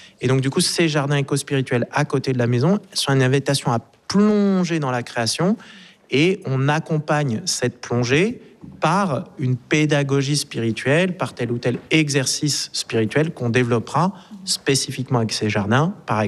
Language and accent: French; Marseille, Provence-Alpes-Côte d'Azur, France; moved away; j'ai grandi à Marseille, mais tous les étés, j'allais passer 2 mois dans les terres familiales entre Nantes et Ancenis